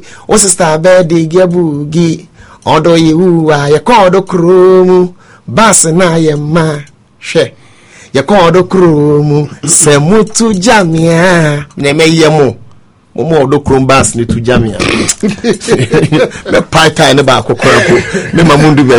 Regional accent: Ghana; Oh, I'm full Ghanaian. I'm full Ghanaian. If you take me to Nigeria, I don't know anywhere. It'd be true, I don't know anywhere in Nigeria.

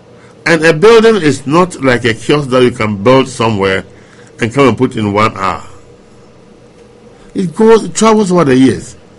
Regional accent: Ghana; moved away; I'll be heading towards my hometown, Sutra.

